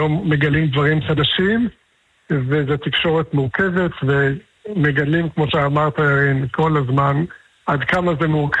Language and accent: Hebrew; Mishmar HaEmek, Northern District, Israel; ובתור מי שגדל לא בכפר בילו, אלא במקרה דווקא במשמר העמק, במקור אני ממשמר העמק … ממשמר העמק.